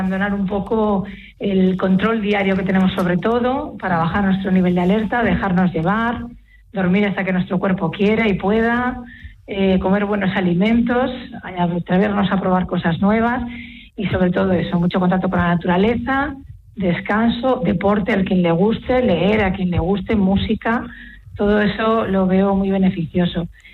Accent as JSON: {"language": "Spanish", "region": "Galicia", "country": "Spain", "said": "Los gallegos acuden, como gallega que soy"}